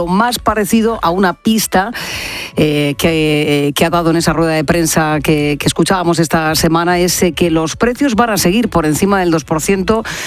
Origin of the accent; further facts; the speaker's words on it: Jumilla, Region of Murcia, Spain; moved away; desde mi tierra querida, desde Murcia, en Jumilla